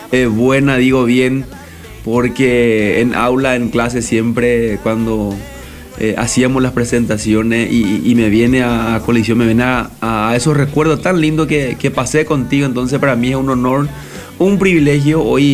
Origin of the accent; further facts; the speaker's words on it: Presidente Franco, Alto Paraná, Paraguay; Sí, yo soy nacido y crecido en la ciudad de Presidente Franco. Mis padres ya son de Presidente Franco, somos pioneros en Presidente Franco.